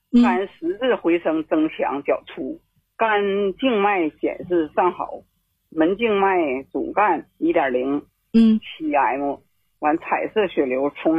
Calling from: Shenyang, Liaoning, China; 我沈阳人，今年72周岁了，就一体多病啊。

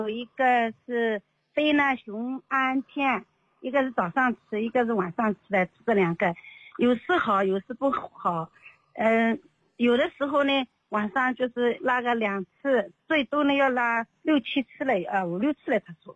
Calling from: Huzhou, Zhejiang, China

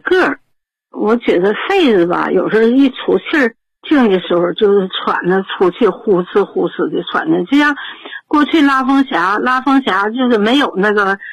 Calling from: Shenyang, Liaoning, China; 我是沈阳的。

